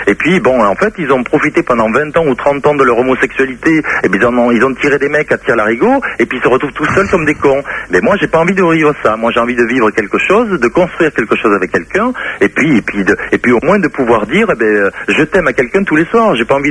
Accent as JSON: {"language": "French", "town": "Mont-de-Marsan", "region": "Nouvelle-Aquitaine", "country": "France", "tie": "born there", "said": "moi, je suis issu du fin fond du Sud-Ouest. Je vais même dire la ville où je suis né. Je suis né à Mont-de-Marsan, 30 000 habitants."}